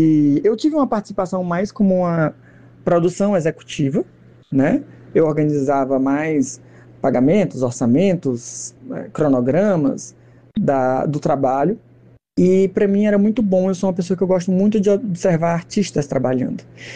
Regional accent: Teresina, Piauí, Brazil; Eu sou de Teresina, no Piauí, no Nordeste.

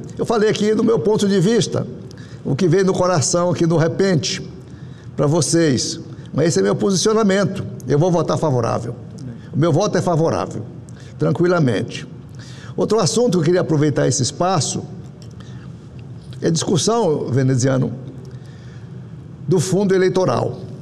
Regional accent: Rondônia, Brazil; Lá no meu estado de Rondônia

